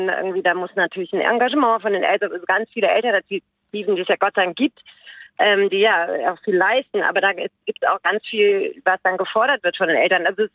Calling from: Cologne, North Rhine-Westphalia, Germany; Ich rufe aus Köln an. Ich bin Mutter einer 16-jährigen Tochter

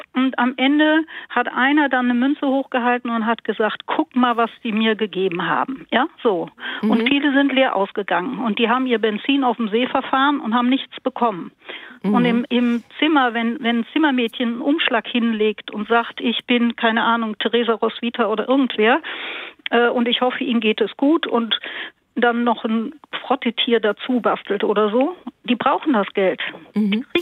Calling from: Germany; als Deutsche

